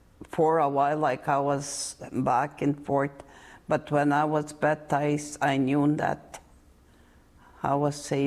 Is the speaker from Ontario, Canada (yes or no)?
no; Sandy Bay, Manitoba, Canada; moved away as an adult; also born or lived in Thompson, Manitoba / Saskatchewan; I grew up here in Sandy Bay, Manitoba